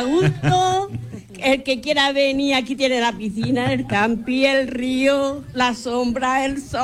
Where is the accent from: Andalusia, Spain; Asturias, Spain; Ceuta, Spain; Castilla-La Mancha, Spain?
Andalusia, Spain; Fondón; Y soy nacida y criada aquí en Fondón.